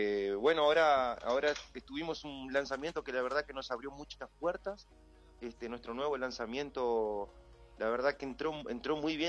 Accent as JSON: {"language": "Spanish", "town": "Tranqueras", "region": "Rivera", "country": "Uruguay", "tie": "born or raised there", "said": "soy de la ciudad de Tranquera, una localidad que me vio crecer, me vio nacer y crecer y que me encanta, la ciudad que llevo en el corazón."}